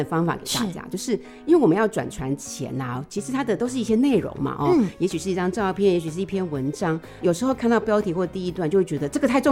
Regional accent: Taiwan; 我们台湾人真的超好心

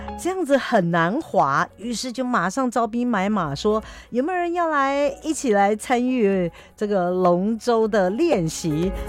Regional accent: Hualien County, Taiwan; 很小的时候在花莲，

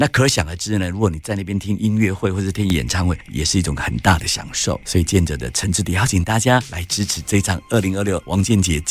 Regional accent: Kaohsiung, Taiwan; 因为我家里本身是高雄啦，我希望说我从我的故乡出发，

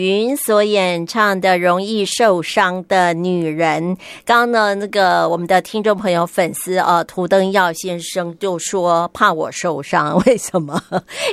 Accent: Taiwan; 我们台湾这边

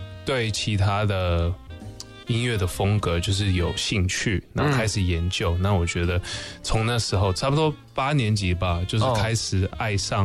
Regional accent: Taipei, Taiwan; moved away as an adult; also born or lived in Amsterdam, Netherlands / New York, United States; 我爸妈也是从不一样的地方来的，所以我也在台湾，虽然是我在这边，我有在这边长大，然后我觉得这边是我的家

